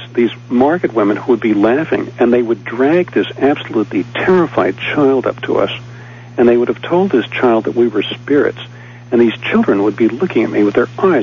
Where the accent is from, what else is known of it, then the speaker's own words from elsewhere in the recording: New York City, New York, United States; moved away as an adult; also born or lived in Boulder, Colorado; I grew up in New York City, and when I went into the Peace Corps in 1964